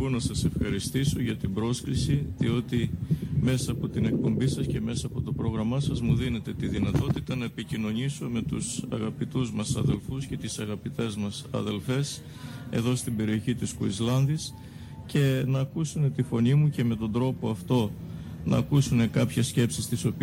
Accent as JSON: {"language": "Greek", "town": "Heraklion", "region": "Crete", "country": "Greece", "tie": "born or raised there", "moved": "as an adult", "lives_now": "Australia", "said": "γεννήθηκα και μεγάλωσα στο Ηράκλειο της Κρήτης, από μια φτωχή οικογένεια και άσημη οικογένεια."}